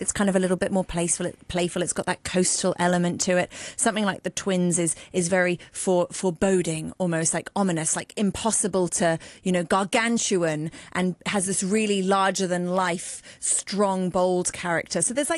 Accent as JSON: {"language": "English", "country": "Hong Kong", "tie": "born or raised there", "said": "I grew up in Hong Kong as well. I had so much fun here as a teenager for that exact reason."}